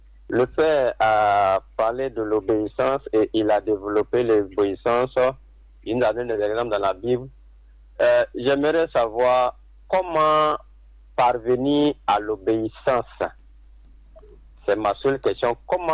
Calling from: San-Pédro, Côte d’Ivoire; Je vous appelle … à San Pedro.

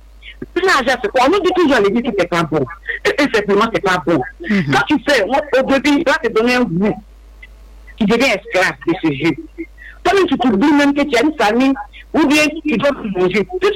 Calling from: Dabou, Grands-Ponts, Côte d’Ivoire; Et moi, je suis à Dabou.

